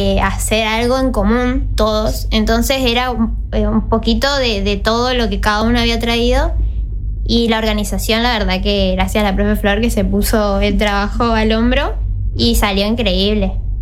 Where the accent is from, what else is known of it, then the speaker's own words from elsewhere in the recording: Resistencia, Chaco, Argentina; yo soy chaqueña, soy de Resistencia, no tengo idea de guaraní.